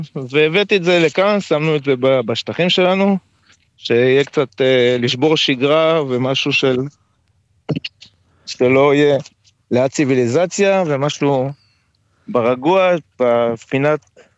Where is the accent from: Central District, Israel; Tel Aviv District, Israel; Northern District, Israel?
Northern District, Israel; Ne'ot Golan; born there; אני עוד מעט בן 50 ואני נולדתי פה, כן?